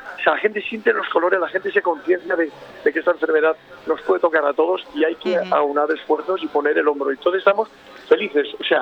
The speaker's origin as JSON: {"language": "Spanish", "region": "Cantabria", "country": "Spain", "tie": "born or raised there", "said": "de conectar hoy con vosotros, con Cantabria, para acercarme un poco, porque repito, soy muy pesado con mi pueblo."}